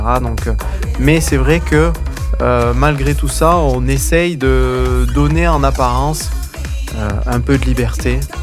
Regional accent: Nîmes, Occitanie, France; born there; now in Auvergne-Rhône-Alpes, France; moi, je suis né à Nîmes. Et dans le Gard, on appelle ça une pena.

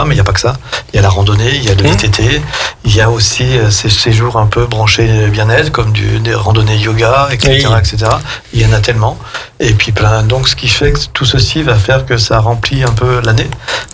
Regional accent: Auvergne-Rhône-Alpes, France; chez nous, on connaît bien, quand je dis chez nous, je veux dire en Savoie, dans notre région, parce que je suis savoyard.

